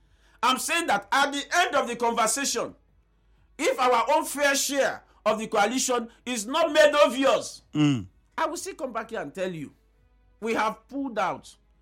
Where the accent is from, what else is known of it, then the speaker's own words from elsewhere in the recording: Rivers, Nigeria; as a reverse man, as a Nigerian.